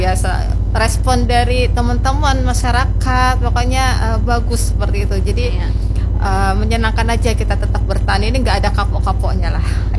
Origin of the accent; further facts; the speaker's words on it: Java, Indonesia; kalau kami orang Jawa bilang gitu